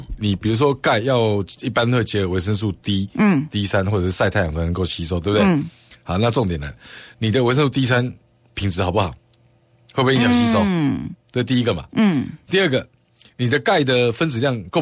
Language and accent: Chinese; Taiwan; 那台湾统计下来，我们台湾人啊，就是整个去统计出来吃钙片